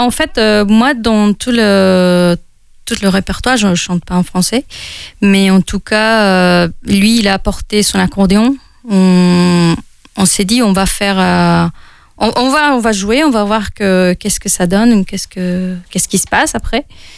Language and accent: French; Mexico; French is a second language; moved away as an adult; now in France; Et moi, je venais du Mexique, je suis jamais allée dans un autre pays pour vivre, donc c'était la première fois que je quittais mon pays pour m'installer dans un autre pays.